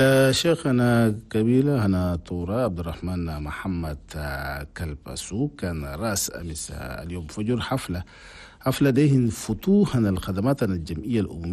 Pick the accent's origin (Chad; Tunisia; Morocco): Chad; هنا بلدنا تشاد